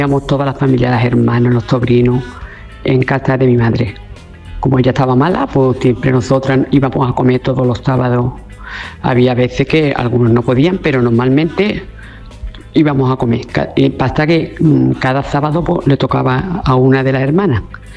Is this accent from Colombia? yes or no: no; Ronda, Andalusia, Spain; Buenas tardes, equipazo. … de Ronda.